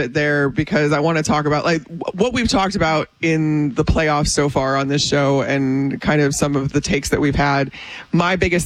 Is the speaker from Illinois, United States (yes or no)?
yes; Chicago, Illinois, United States; I grew up in Chicago and the Cubs were on WGN, which was also national.